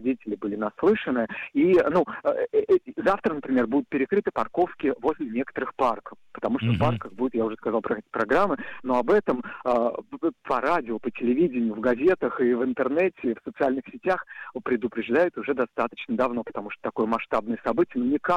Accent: Bashkortostan, Russia; Башкирию, это мой родной край

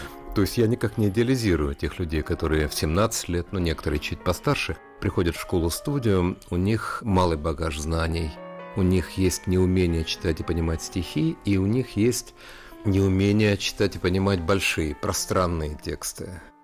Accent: Kamchatka Krai, Russia; born there; Отец военный врач, поэтому мы кочевали по всему Союзу. Я родился на Камчатке, мой брат в Баку.

